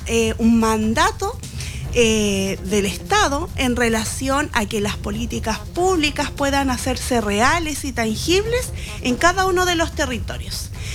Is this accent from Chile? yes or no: yes; Chile; nosotros, como Estado, como sociedad chilena